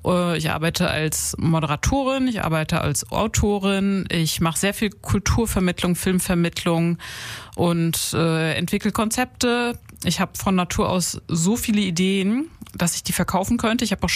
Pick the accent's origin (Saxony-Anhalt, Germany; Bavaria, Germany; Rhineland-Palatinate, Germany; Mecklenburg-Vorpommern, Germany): Rhineland-Palatinate, Germany; Also meine Familie kommt aus der Landwirtschaft und ich bin dann in die Kulturwirtschaft gegangen. Und ich komme aus der Nähe von Mainz in Rheinhessen, so gute Böden.